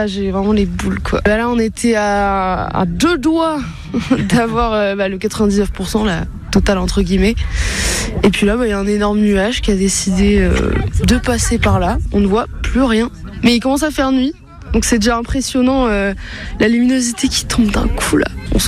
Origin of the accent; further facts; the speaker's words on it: Nantes, Pays de la Loire, France; Parce que nous, on vient de Nantes, en fait.